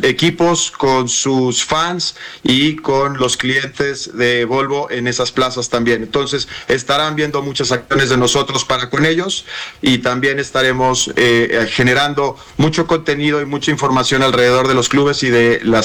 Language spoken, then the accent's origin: Spanish; Mexico; las cosas que hoy en día como mexicanos podemos lograr.